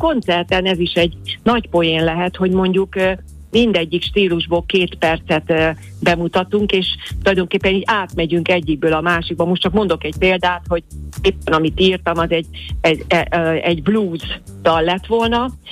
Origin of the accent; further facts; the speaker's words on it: Makó, Csongrád-Csanád, Hungary; Makón, szülővárosomban